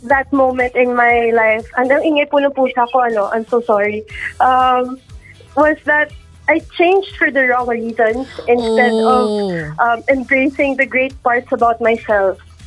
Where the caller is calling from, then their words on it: Cainta, Calabarzon, Philippines; I'm from Cainta, Rizal.